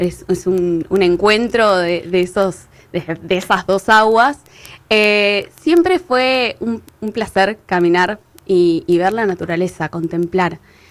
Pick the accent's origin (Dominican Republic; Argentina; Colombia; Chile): Argentina; Río Gallegos, Santa Cruz; moved away as an adult; also born or lived in Spain / Australia; Soy de acá, de Río Gallegos, y estuve viajando mucho, estuve viviendo en diferentes lugares en el mundo, uh-huh. Y me acerqué al mar y siempre viví en ciudades costeras. Viví en España, uh-huh. Frente al mar Mediterráneo.